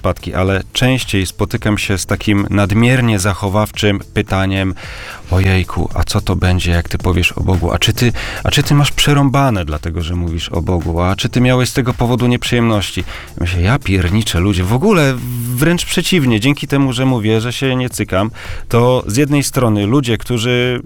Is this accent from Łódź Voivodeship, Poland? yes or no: no; Zielona Góra, Lubusz Voivodeship, Poland; ja pochodzę z Zielonej Góry, także wiadomo. Przesiedleńcy